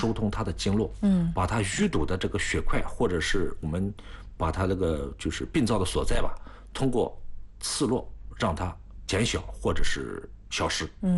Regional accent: China; 我们中国人民

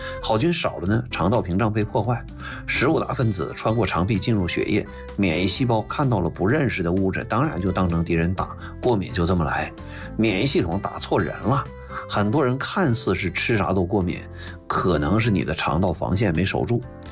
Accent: China

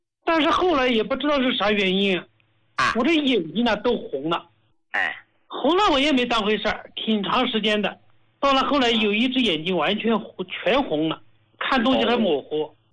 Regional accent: Hubei, China; 我是胡家老糕的受益者，我是湖北人，

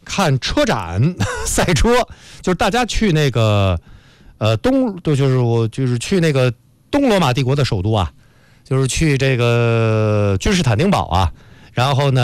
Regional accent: China

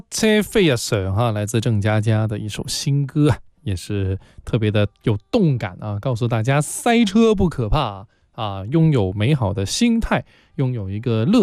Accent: Guangdong, China; 那我们作为广东人呢

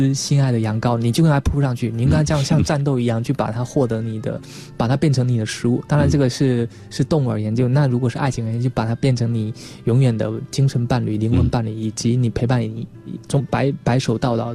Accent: China; 只有我们中国人才会做一些中餐

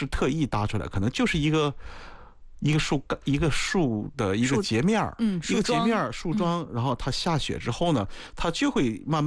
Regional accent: Dalian, Liaoning, China; moved away; 因为我们老家是大连的，我老家大连的时候正常冬天也就在零下七八度，偶尔说来一场寒流，可能12度，最冷最冷到15-16度，已经非常非常冷了，我们都觉得已经就太冷了，受不了这种了，平常就是零上到零下七八度这种

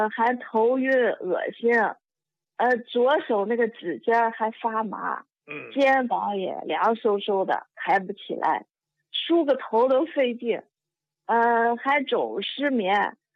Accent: Beijing, China; 我家是北京的。

